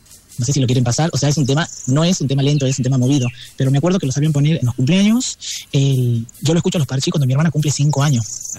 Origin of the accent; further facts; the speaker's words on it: Hipólito Yrigoyen, Argentina; moved away; me trae muchos lindos recuerdos de mi infancia allá en Hipólito Yrigoyen.